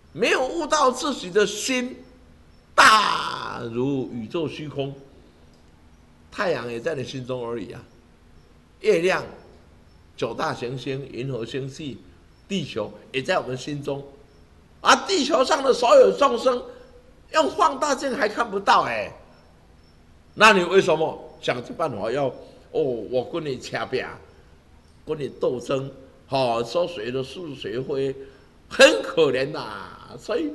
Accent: Taiwan; 希望用我们台湾人民大家这个爱心慈悲心的有宗教素养的心超度我们现在当下坛城上15615姓氏列祖列宗诸圣灵诸眷灵啊

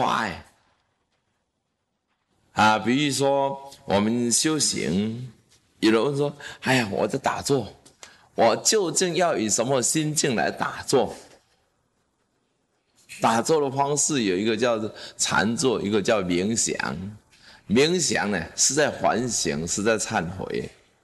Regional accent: Taiwan; 然后我是台湾人啊，我不怕唔跟啊！

